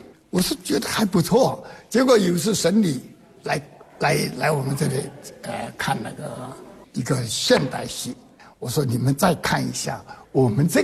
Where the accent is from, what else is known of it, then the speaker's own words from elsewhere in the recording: Fujian, China; 陈多是我们福建人